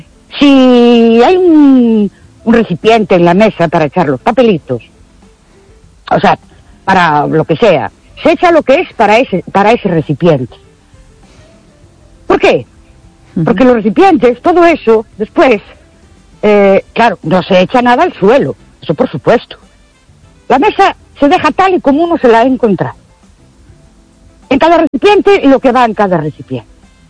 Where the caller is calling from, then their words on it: Ourense, Galicia, Spain; de Orense otra vez.